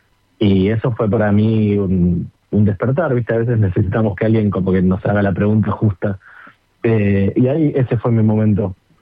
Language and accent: Spanish; Pilar, Buenos Aires Province, Argentina; now in Buenos Aires, Argentina; Ahora sí vivo en Capital, pero soy de Pilar, de zona norte.